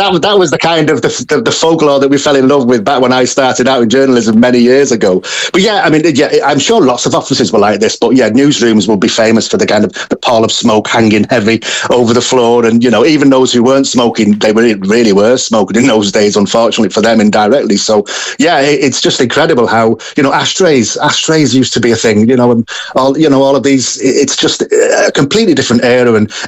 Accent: England, United Kingdom; moved away; That was the same growing up in England

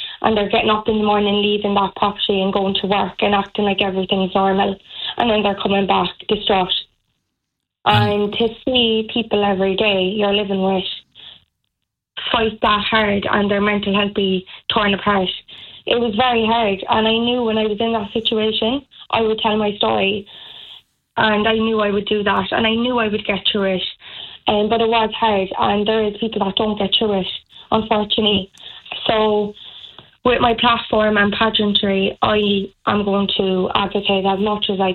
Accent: Carrigaline, Munster, Ireland; actually argue with the council for a very long time to get the property I'm in now, in Carrigaline, in my hometown.

